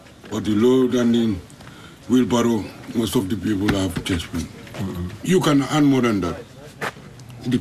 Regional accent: Gambia; The Gambia.

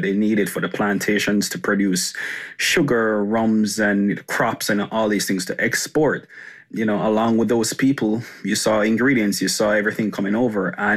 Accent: Kingston, Kingston Parish, Jamaica; So I grew up with my mom, you know, single mom of four. And we grew up downtown Kingston, which, we had our own struggles, you know, because my mom, she was more

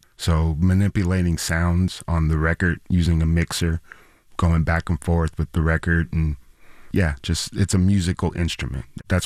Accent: Huntington Beach, California, United States; growing up in Huntington Beach is where I was exposed

